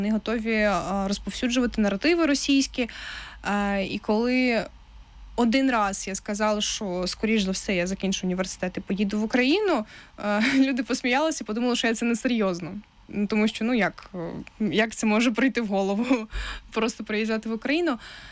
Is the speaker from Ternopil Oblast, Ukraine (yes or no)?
no; Bakhchysarai, Crimea, Ukraine; moved away as an adult; now in Kyiv, Ukraine; якщо все життя я жила в Криму